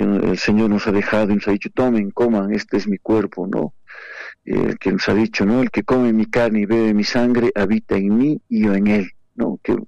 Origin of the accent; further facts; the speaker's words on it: Bolivia; al final somos bolivianos